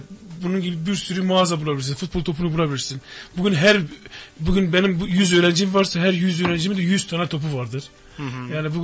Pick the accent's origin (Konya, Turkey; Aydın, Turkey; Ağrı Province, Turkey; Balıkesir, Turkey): Ağrı Province, Turkey; Doğubayazıt; Keşke ben kendim Doğu Beyazlıyım. Ya yıllardır 20 yıldır spor yapmaya çalışmış bir sporun içindeyim.